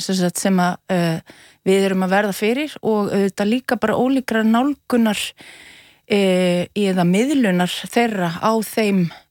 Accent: southern France, France; Icelandic is a second language; now in Iceland; ég er frá Frakklandi, það er ekki mjög langt frá Belgju, en ég er frá Suður Frakklands, það er allt öðruvísi landslag.

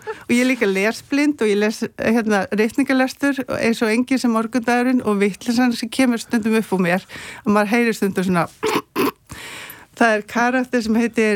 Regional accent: Reykjavík, Capital Region, Iceland; ég alinn upp í Reykjavík, en ég kerði með fullan bílanunum upp Laugavegin

